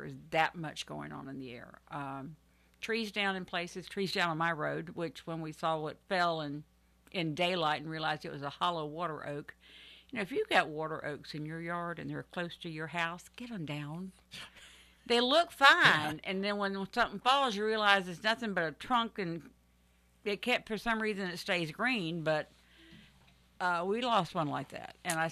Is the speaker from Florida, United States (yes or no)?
yes; Florida, United States; I grew up in South Florida.